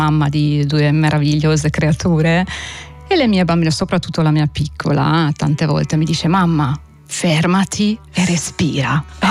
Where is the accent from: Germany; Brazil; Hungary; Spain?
Hungary; Budapest; moved away as an adult; also born or lived in Lake Garda, Italy; now in Italy; le mie origini, la mia radice è proprio la terra ungherese. Quindi io vengo da Budapest e mi sono tuffata nel mondo dell'esperienza molto giovane, e quindi 21 anni, 22 anni mi sono trasferita in Italia e ho vissuto tantissimi anni in Italia.